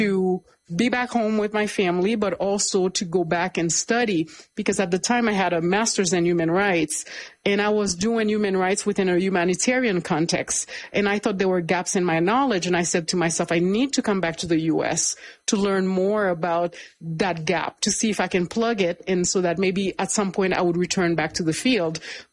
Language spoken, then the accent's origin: English; Florida, United States; also born or lived in Haiti; I was born in Haiti, grew up in Florida. I came to this country with my parents when I was about 14 years old.